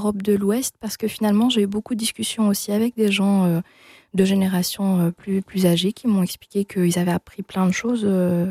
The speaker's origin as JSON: {"language": "French", "country": "Belgium", "tie": "born there", "said": "Sachant que j'avais un passeport belge, parce que je suis née en Belgique."}